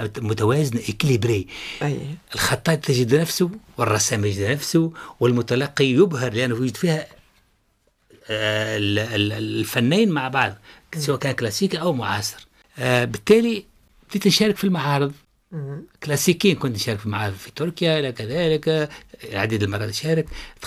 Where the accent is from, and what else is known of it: Tunisia